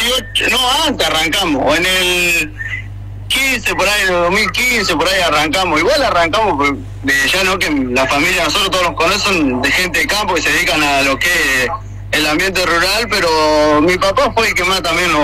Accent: Santa Teresita, Buenos Aires Province, Argentina; Yo soy de Santa Teresita.

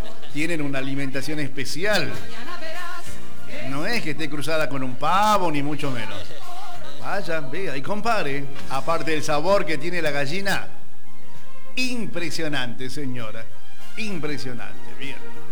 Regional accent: Argentina; Qué exagerado que somos nosotros los argentinos, ¿no, gente?

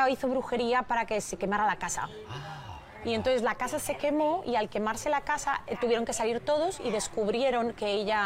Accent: Madrid, Community of Madrid, Spain; moved away as an adult; now in New Orleans, United States; de Madrid, del barrio de la Estrella.

